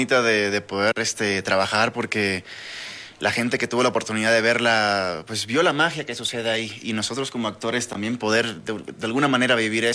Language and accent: Spanish; Cuba; also born or lived in United States; now in Mexico; Pues yo llevo acá 5 años más o menos. Yo soy cubano.